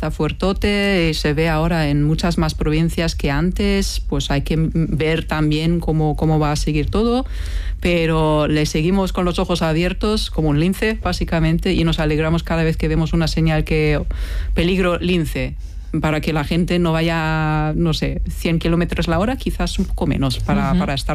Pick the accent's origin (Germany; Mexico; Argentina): Germany; Spanish is a second language; now in Spain; y soy alemana en una zona donde mayormente se ha votado por el Brexit.